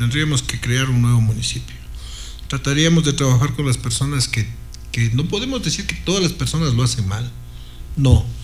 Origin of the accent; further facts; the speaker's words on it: Riobamba, Chimborazo, Ecuador; born there; Le habla alguien que tiene 48 años de edad, aunque no me pregunta la edad, pero tengo 48 años de edad y nací aquí en Riobamba